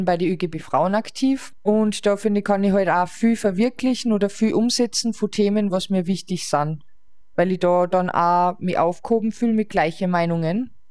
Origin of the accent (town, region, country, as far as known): Austria